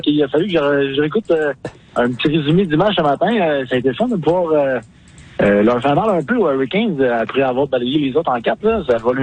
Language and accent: French; Cacouna, Quebec, Canada; now in Saint-Clément, Canada; Puis Kakuna, après, ben moi, je suis natif de là.